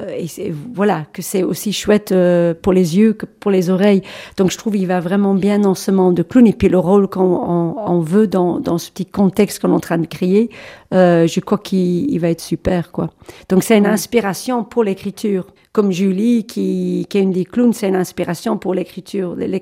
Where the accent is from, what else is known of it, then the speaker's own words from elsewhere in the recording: England, United Kingdom; Bah, moi, je suis anglaise, donc à la base.